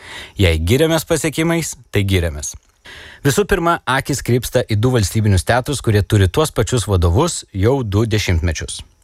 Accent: Kaunas, Kaunas County, Lithuania; born or raised there; moved away as an adult; now in Vilnius, Lithuania

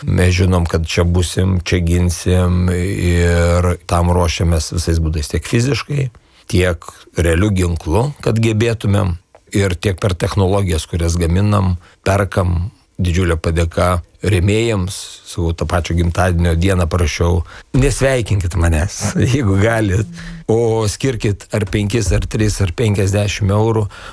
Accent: Samogitia, Lithuania; also born or lived in Klaipėda; now in Vilnius, Lithuania; kaip mes žemaičiai mėgstam sakyti

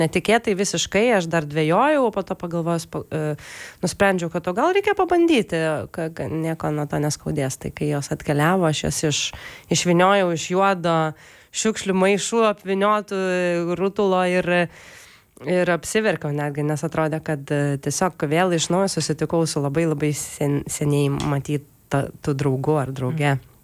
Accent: Vilnius, Vilnius County, Lithuania; also born or lived in Kretinga; Aš užaugau Vilniuje, Karoliniškių rajone. Tai 3 metus gyvenau Kretingoj, nuo 3 iki 6, ir kai atėjo laikas eiti į mokyklą, tai su tėvais grįžome į Vilnių.

